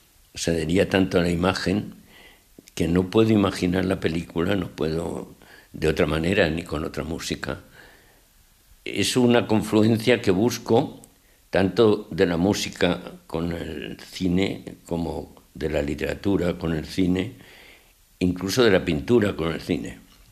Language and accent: Spanish; Asturias, Spain; now in Madrid, Spain; ahora me encuentro en Madrid, como estás viendo. pero vengo de Asturias